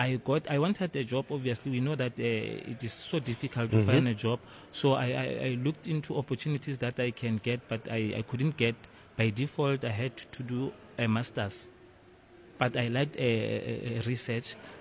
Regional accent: Mahikeng, North West, South Africa; now in Limpopo, South Africa; Okay. I'm from Northwest. I'm from Mafikeng.

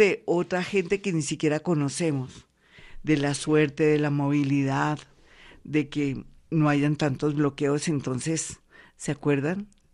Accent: Colombia; como somos los colombianos

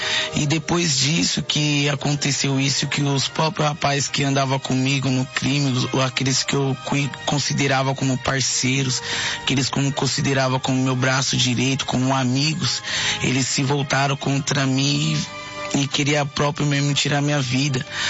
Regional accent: Osasco, São Paulo, Brazil; sou de São Paulo, Osasco, Padroeira 2.

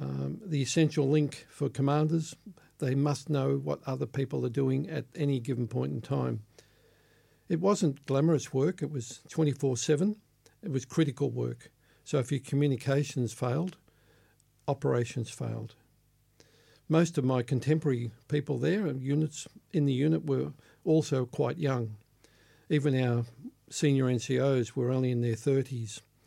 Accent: Kew, Victoria, Australia; Kew was an interesting part of Melbourne at the time, seen as a rather well-to-do suburb, actually

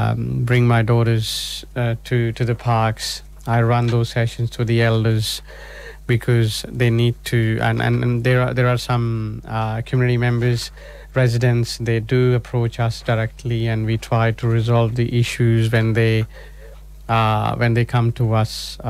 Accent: India; moved away; I'm from India, so in India it's so much diversity, so many religions, and every religion has different belief.

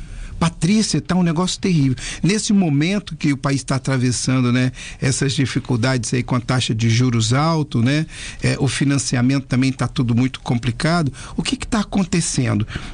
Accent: Brazil

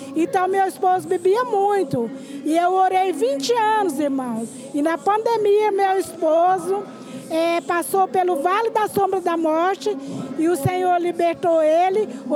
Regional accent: Goiânia, Goiás, Brazil; Eu sou de Goiânia

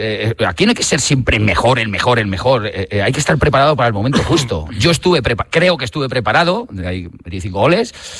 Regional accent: Fuenlabrada, Community of Madrid, Spain; un placer teneros aquí en Fuenlabrada, mi ciudad natal.

